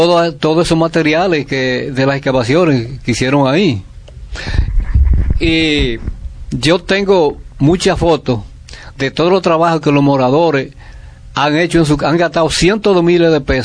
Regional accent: Carrera de Palma, La Vega, Dominican Republic; porque yo soy nativo, nacido y criado en esa comunidad, que hay cosas que coinciden mucho con lo que dice el padre. Nosotros vivimos Carrera de Palma, justamente frente a esa montaña.

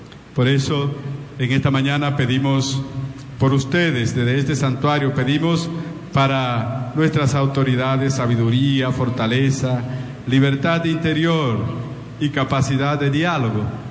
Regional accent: Dominican Republic; la gran familia de los dominicanos

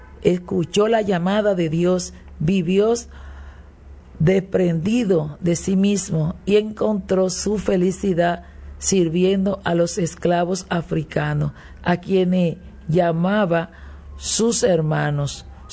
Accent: Dominican Republic

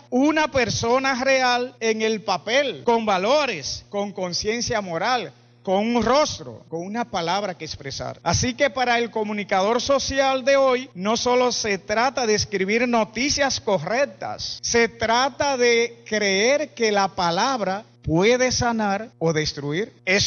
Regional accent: Dominican Republic

